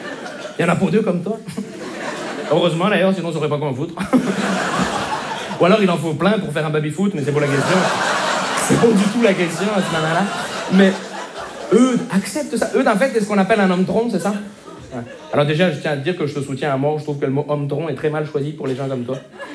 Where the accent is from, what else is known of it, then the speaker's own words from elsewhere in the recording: Montreal, Quebec, Canada; Bonjour, je me présente … je viens de Montréal.